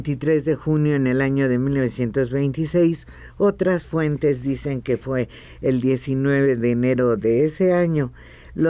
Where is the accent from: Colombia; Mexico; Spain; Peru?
Mexico